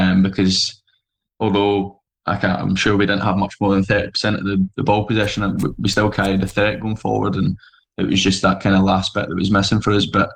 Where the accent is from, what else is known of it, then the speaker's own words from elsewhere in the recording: Scotland, United Kingdom; born there; also born or lived in Crewe, Cheshire / England; I think if you asked 100 people who spoke to me if I was English or Scottish, I think almost 100 would come out with Scottish. So, yeah, Scottish for sure.